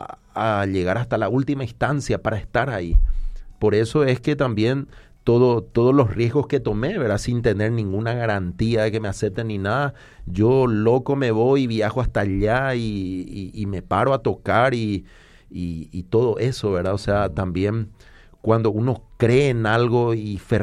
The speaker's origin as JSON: {"language": "Spanish", "country": "Paraguay", "said": "Y yo soy de Paraguay."}